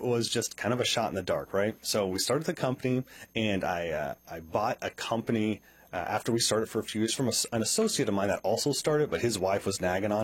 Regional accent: Strasburg, Missouri, United States; I say we're from Kansas City, but we're from a small 100 person town of Strasburg, Missouri, right?

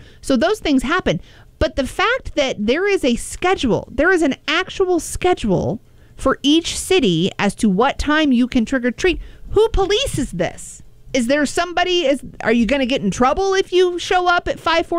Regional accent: Joplin, Missouri, United States; now in Des Moines, United States; growing up in Joplin, Missouri

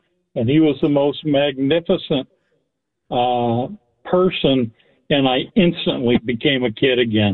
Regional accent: Illinois, United States; now in Iowa, United States; I grew up in central Illinois

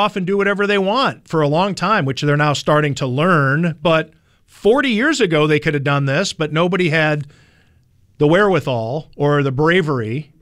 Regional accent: Cleveland, Ohio, United States; my hometown Cleveland Browns

